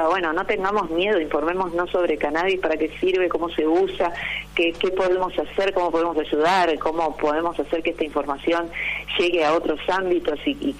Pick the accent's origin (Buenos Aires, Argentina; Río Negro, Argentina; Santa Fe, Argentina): Buenos Aires, Argentina; yo, como porteña, sí, pura y dura, porque tengo ese problema, que amo Buenos Aires, soy porteña y estoy orgullosa de serlo